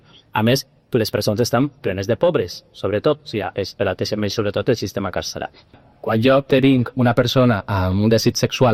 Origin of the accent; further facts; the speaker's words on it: Cuenca, Castilla-La Mancha, Spain; jo vaig estudiar periodisme, soc de Cuenca, però vaig estudiar així a Blasco Ibáñez, a València, periodisme.